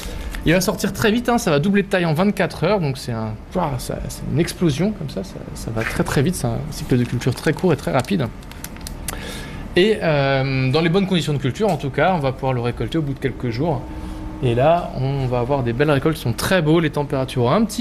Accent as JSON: {"language": "French", "town": "Strasbourg", "region": "Grand Est", "country": "France", "moved": "as an adult", "lives_now": "Paris, France", "said": "Moi, je viens de Strasbourg."}